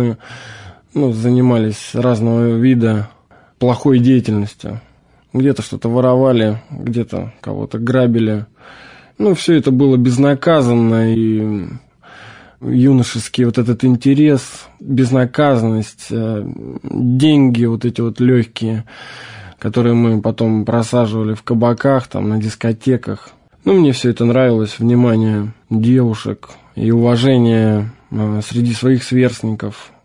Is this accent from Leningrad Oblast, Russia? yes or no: yes; Nevskaya Dubrovka, Leningrad Oblast, Russia; мне 27 лет, я родился и вырос в Ленинградской области, 30 километров от Санкт-Петербурга, в небольшом поселке городского типа, назывался он Невская Дубровка и сейчас называется.